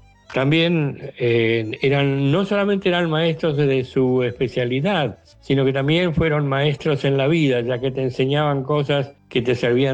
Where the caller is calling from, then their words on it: Bahía Blanca, Buenos Aires Province, Argentina; Un gran saludo … de Bahía Blanca.